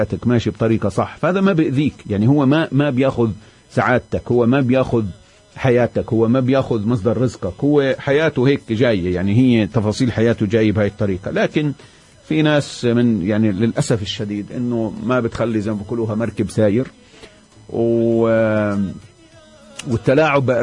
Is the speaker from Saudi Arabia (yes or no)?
no; Palestine; احنا كفلسطينيين